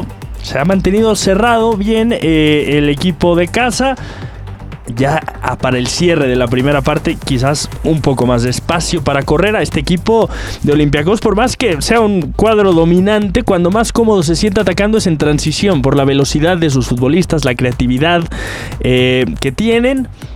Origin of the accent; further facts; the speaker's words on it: Mexico; a nosotros como mexicanos